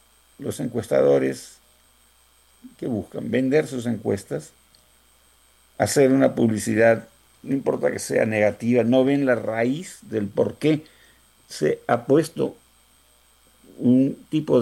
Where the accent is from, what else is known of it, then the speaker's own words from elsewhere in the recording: Peru; Yo no soy fujimorista, ojo, sino yo soy peruano.